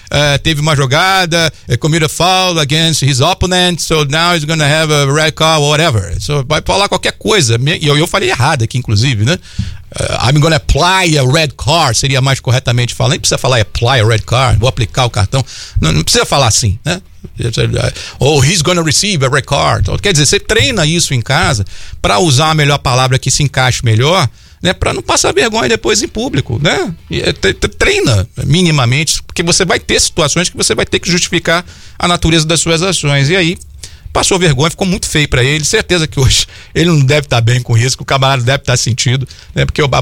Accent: Brazil; now in United States; nós somos brasileiros

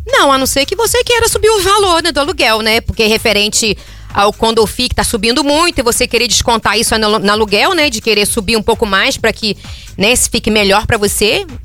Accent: Rio de Janeiro, Brazil; Sou carioca, viu?

